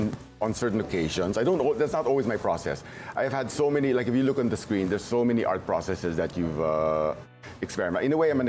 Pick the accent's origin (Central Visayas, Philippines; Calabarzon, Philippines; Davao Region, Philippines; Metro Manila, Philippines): Davao Region, Philippines; Davao; And then you know, like someone from Davao, because we're from Davao, he had an art gallery